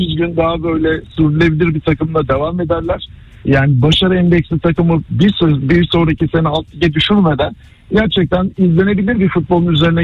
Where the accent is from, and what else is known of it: İzmit, Kocaeli, Turkey; born or raised there